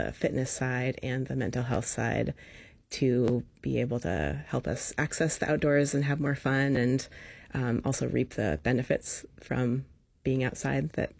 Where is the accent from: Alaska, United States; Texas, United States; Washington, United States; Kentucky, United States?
Alaska, United States; Soldotna; Yeah, so I grew up in Soldotna, and I've been a lifelong Alaskan